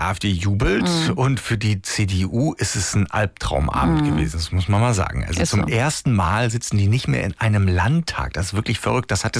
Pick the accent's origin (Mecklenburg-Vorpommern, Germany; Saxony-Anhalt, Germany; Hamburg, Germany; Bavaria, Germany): Mecklenburg-Vorpommern, Germany; born there; moved away; Und ich bin ja in Mecklenburg-Vorpommern geboren, das wissen Sie vielleicht.